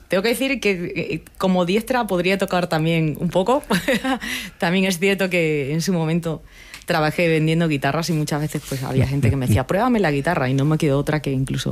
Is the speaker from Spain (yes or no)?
yes; Spain; también pensando en que yo soy española.